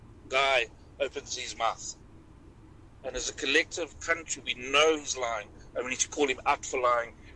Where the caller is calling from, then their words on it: South Africa; I wish that we as a South African collective, as the residents and the citizens of this country